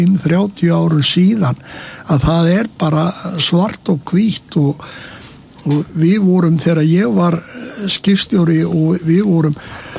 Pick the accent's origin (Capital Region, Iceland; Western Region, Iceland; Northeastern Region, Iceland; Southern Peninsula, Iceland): Southern Peninsula, Iceland; Sandgerði; við erum úr Sandgerði en við fórum á þessa staði til að fiska löndum stundum í Þorlákshöfn og stundum í Vestmanneyjum